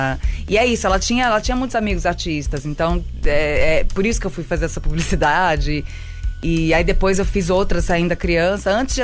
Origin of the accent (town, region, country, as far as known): Porto Alegre, Rio Grande do Sul, Brazil; born there; also born or lived in Rio de Janeiro